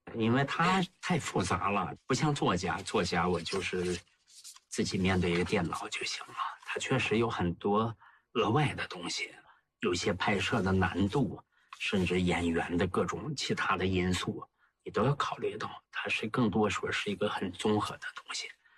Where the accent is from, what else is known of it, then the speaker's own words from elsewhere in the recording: Heilongjiang, China; 就因为我本身是黑龙江人嘛，小时候文目睹，我对那块土地特别熟悉嘛